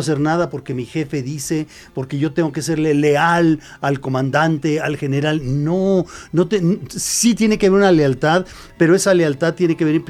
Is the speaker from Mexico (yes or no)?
yes; Mexico; la responsabilidad que se tiene como mexicano.